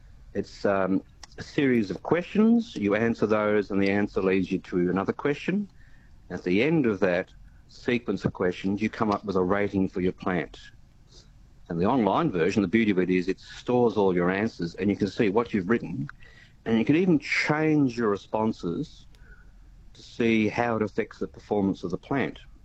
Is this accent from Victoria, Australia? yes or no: yes; Melbourne, Victoria, Australia; I'm from Melbourne.